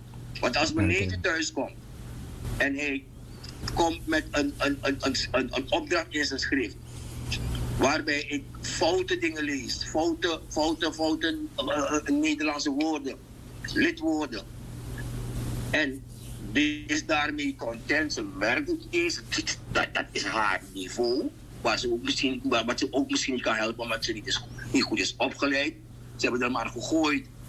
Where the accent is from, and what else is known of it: Suriname; born or raised there; moved away